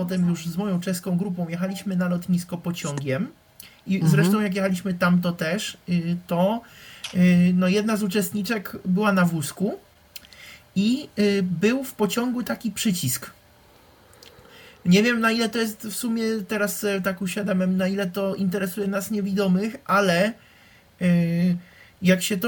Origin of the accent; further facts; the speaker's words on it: Czechia; u nas w Czechach